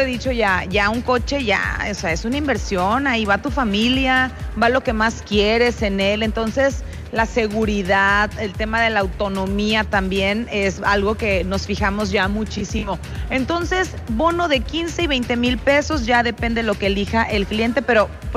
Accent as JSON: {"language": "Spanish", "country": "Mexico"}